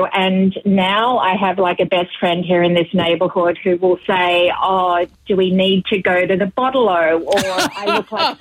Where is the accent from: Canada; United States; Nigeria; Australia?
Australia; Sydney, New South Wales; And I'm from Sydney and it was set in Sydney.